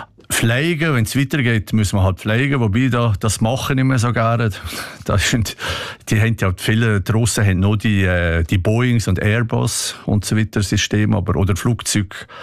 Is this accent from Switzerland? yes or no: yes; Switzerland; dass als Schweizer ist man jetzt Bürger von einem nicht freundlichen Land